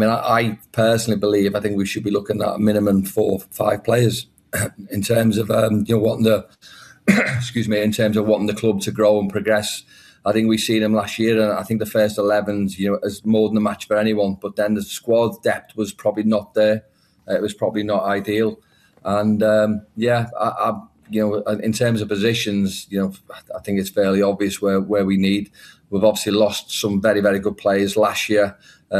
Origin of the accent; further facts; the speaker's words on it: Liverpool, North West England, United Kingdom; I'm from Liverpool, home